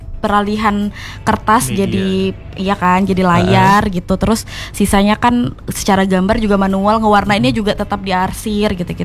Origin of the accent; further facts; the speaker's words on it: Singkawang, West Kalimantan, Indonesia; now in Pontianak, Indonesia; Aku aslinya dari Singkawang.